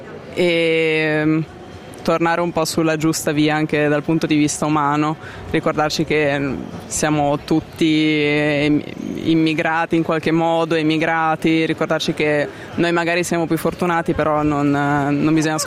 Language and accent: Italian; Bologna, Emilia-Romagna, Italy; sono nata e cresciuta a Bologna, ho 31 anni e sono sempre stata qua anche per gli studi, quindi proprio nata e cresciuta qui.